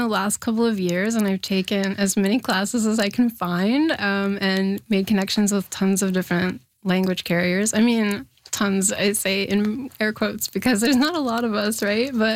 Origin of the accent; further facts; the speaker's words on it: Winnipeg, Manitoba, Canada; I'm from Winnipeg.